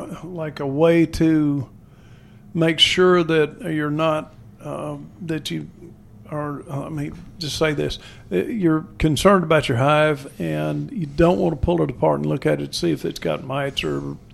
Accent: Ireland; Because I'm Irish.

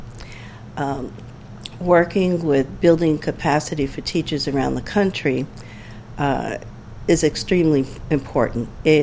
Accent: New York, United States; also born or lived in Florida; I'm originally from New York. I returned there at the onset of the pandemic, which is the opposite of what everyone else did. I spent 20 years in Florida

